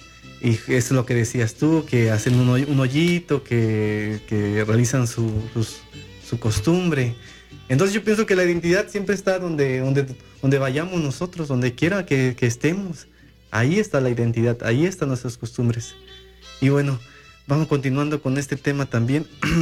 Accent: Ixhuatlán de Madero, Veracruz, Mexico; allá en el municipio de Ixhuatlán, de donde yo soy de un pueblo que se llama Chahuantla, muy cerquita de Ixhuatlán de Madero.

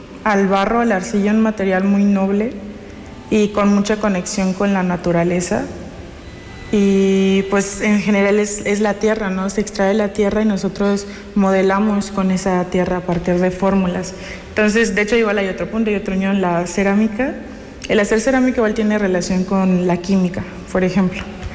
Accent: Mérida, Yucatán, Mexico; la raíz de esas piezas es mi tierra, o sea, es Yucatán.

